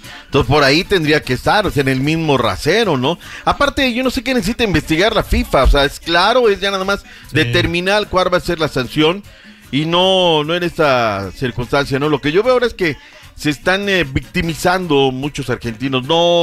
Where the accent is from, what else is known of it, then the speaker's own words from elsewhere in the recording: Mexico; somos tan mala gente los mexicanos con los argentinos.